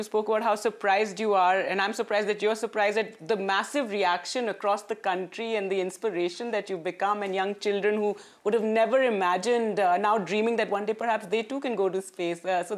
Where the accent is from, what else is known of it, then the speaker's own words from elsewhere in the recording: Dehradun, Uttarakhand, India; Dehradun, which incidentally is my hometown